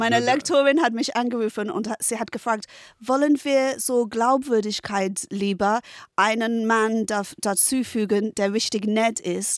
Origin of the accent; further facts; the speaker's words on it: London, East of England, United Kingdom; German is a second language; moved away; Ich komme aus Essex, London, und wir haben kleinere Häuser